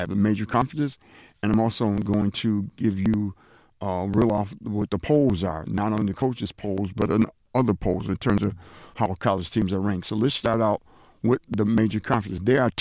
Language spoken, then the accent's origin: English; New York, United States; Yeah, my Jets, as most of my listeners know, I'm a New Yorker, so I gotta back my Jets up.